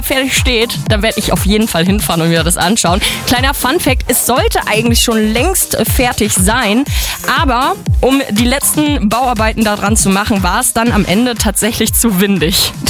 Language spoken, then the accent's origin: German; Mecklenburg-Vorpommern, Germany; Wahrscheinlich kommt das irgendwie aus meiner Heimat Mecklenburg-Vorpommern. Da gibt es viele davon.